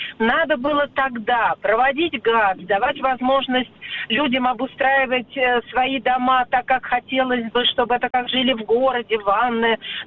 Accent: Moscow Oblast, Russia; Я просто родилась в подмосковном селе. Но я могу сказать так, мне есть чем сравнивать. Так. Я училась в сельской школе 8 лет.

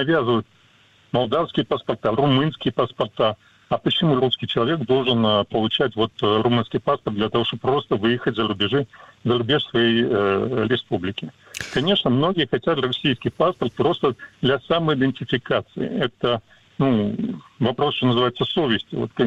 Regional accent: Transnistria, Moldova; я сам из Приднестровья находился в той ситуации, много лет не мог получить российский паспорт.

